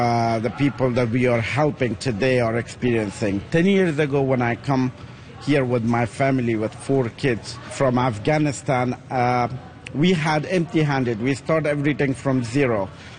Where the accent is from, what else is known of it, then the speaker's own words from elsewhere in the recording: Canada; Canadian that we feel responsible now to return back to the community. And we think it's the beauty of being Canadian, to support each other, to be united